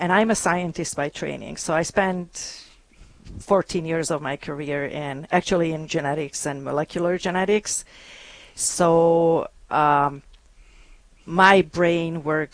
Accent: Hungary; now in Sioux Falls, United States; I live in Sioux Falls originally. I'm from Hungary. I've been in the U.S. now 28 years, and in Sioux Falls about 23 of those. I grew up in a Protestant household

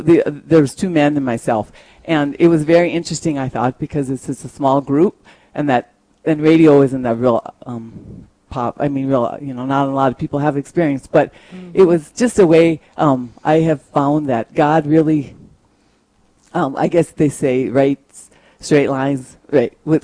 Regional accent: Strasburg, North Dakota, United States; also born or lived in Nebraska; I grew up in Strasburg. I lived here. And then after college, I ended up in Nebraska for a little while.

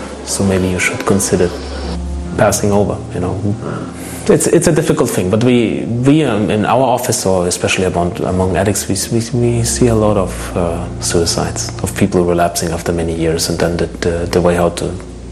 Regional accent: Germany; English is a second language; now in Lithuania; What struck me when I came to from Germany to Lithuania, that every family in Lithuania seems to have an addicted member in the family.

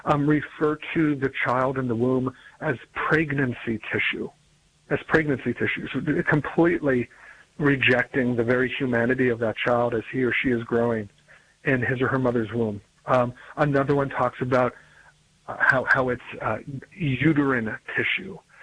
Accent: Virginia, United States; and in my home state of Virginia, we see this coming November

